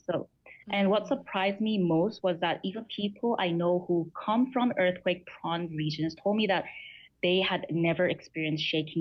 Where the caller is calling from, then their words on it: Medellin, Antioquia, Colombia; And personally, I'm speaking from Medellin, right? So roughly 190 kilometers from the epicenter.